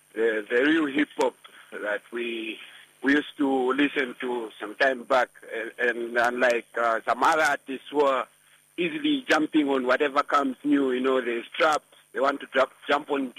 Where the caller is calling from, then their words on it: Lusaka, Lusaka Province, Zambia; I'm calling from Lusaka.